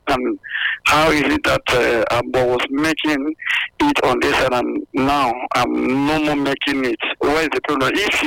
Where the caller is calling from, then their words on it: Benin; Yeah, I'm calling from Benin.